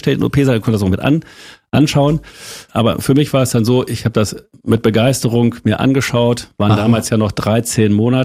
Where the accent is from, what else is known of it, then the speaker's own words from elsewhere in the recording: Holthusen, Lower Saxony, Germany; Richtig, also unser Bauernhof, auf dem wir aufgewachsen sind, oder ich aufgewachsen bin in Holthusen 1, Lüneburger Heide, das ist so ein typischer Bauernhof gewesen